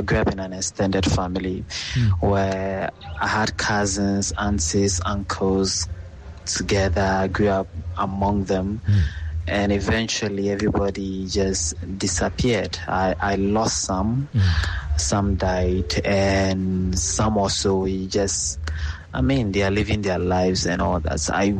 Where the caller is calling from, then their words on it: Tema, Greater Accra, Ghana; I'm speaking from Tema.